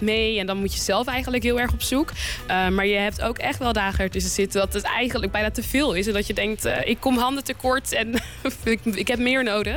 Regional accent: The Hague, South Holland, Netherlands; Ik kom natuurlijk zelf ook uit Den Haag.

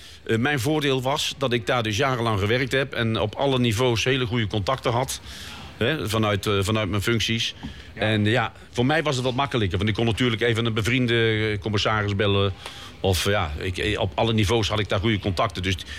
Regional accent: Limburg, Netherlands; had ik altijd het gevoel alsof ik terug was in mijn jeugd in Limburg. Want daar ging de deur niet op slot. En de buren stonden voor elkaar klaar.

